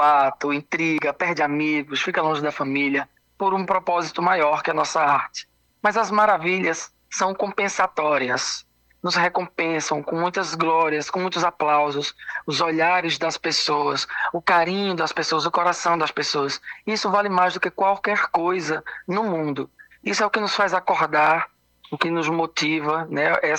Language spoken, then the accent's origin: Portuguese; Altinho, Pernambuco, Brazil; e eu em Altinho, nasci em Altinho, né, no interior de Pernambuco.